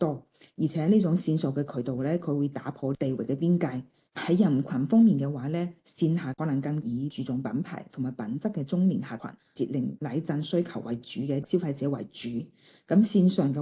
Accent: China; 我们中国人以食继情的表达方式

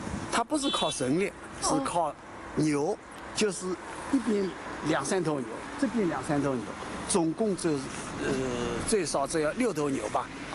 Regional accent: Shaoxing, Zhejiang, China

